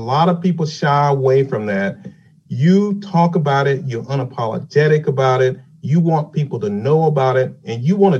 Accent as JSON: {"language": "English", "region": "North Carolina", "country": "United States", "tie": "born or raised there", "said": "I grew up in rural North Carolina. I mean, you talk about poverty, that's how I grew up."}